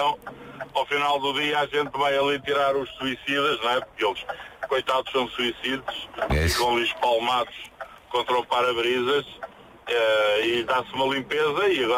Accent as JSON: {"language": "Portuguese", "town": "Bellshill", "region": "Scotland", "country": "United Kingdom", "said": "Eu venho do norte da Europa. Eu venho do norte da Escócia."}